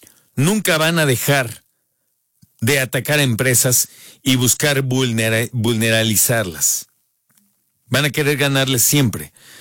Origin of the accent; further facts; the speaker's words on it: Mexico; como mexicanas y mexicanos